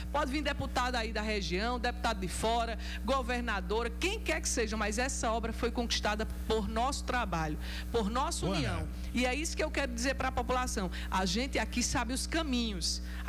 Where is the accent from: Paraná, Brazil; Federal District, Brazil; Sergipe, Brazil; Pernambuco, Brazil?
Pernambuco, Brazil; Povo da minha terra, povo da região e povo do estado de Pernambuco.